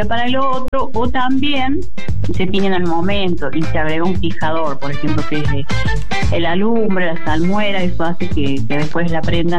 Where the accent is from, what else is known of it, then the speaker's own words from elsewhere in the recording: Laguna Blanca, Catamarca, Argentina; Sí, bueno, yo soy del puerto de Laguna Blanca, que corresponde al departamento Belén, que sería cerca de la Puna de Antofagasta.